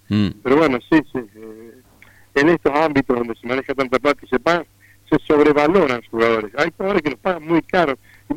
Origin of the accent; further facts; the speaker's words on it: Argentina; A nosotros nos duele siempre porque somos argentinos.